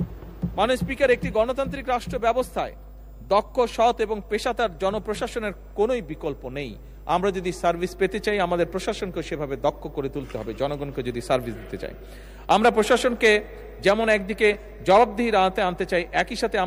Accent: Bangladesh; আমরা বাংলাদেশের মানুষ পরিশ্রমী মানুষ

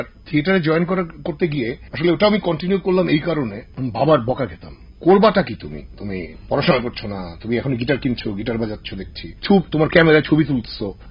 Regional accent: Dhaka, Dhaka Division, Bangladesh; আমি একটা সরকারি স্কুলের ছাত্র ঢাকার, আমার জন্ম এবং বেড়ে ওঠা দুটোই ঢাকায়।

